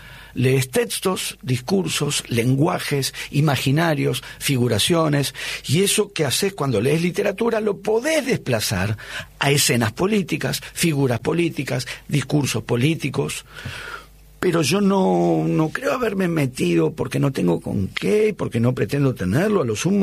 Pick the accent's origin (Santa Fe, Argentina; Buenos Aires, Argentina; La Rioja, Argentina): Buenos Aires, Argentina; born there; Defensores de Belgrano también, porque yo soy de ese barrio.